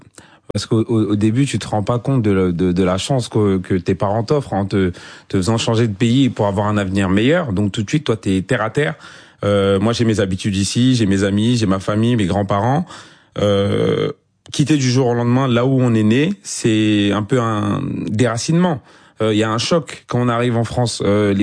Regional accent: Côte d’Ivoire; moved away; Et moi, à l'époque où j'ai quitté la Côte d'Ivoire et l'accent aujourd'hui, ça a bien évolué.

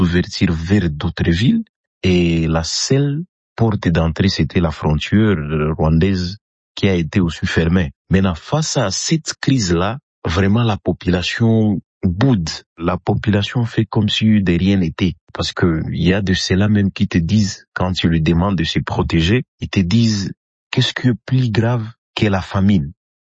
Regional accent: Goma, North Kivu, DR Congo; Bonjour à toute l'équipe des priorités santé … je suis de Goma.

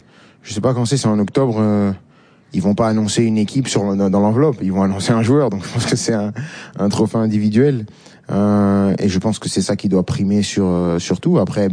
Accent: France; Même si moi je suis né en France et j'ai tout fait en France, j'ai jamais coupé le lien avec mes racines, avec mes origines.

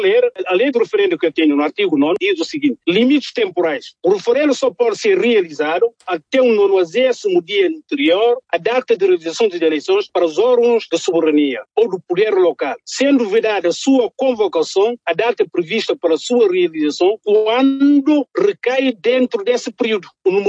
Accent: Guinea-Bissau

